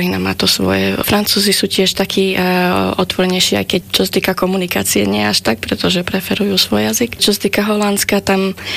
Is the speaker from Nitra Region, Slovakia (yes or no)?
no; Prešov, Prešov Region, Slovakia; pochádzam z Prešova a mám 36 rokov.